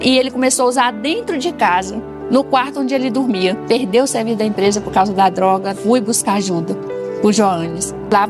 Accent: Maranhão, Brazil; moved away; A gente veio do Maranhão para cá.

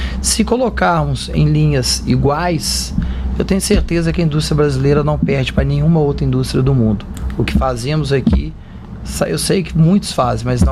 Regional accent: Brazil; Somos brasileiros.

